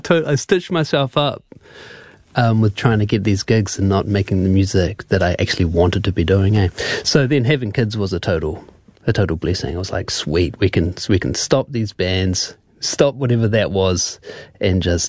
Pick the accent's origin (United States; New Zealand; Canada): New Zealand; Wellington; growing up in Wellington during that time